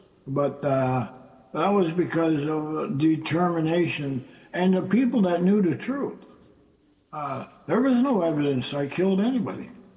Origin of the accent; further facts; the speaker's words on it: North Dakota, United States; I grew up in poverty here on the Turtle Mountain Chippewa Reservation. My mother's a Dakota. She's from Spirit Lake, and we were poor here.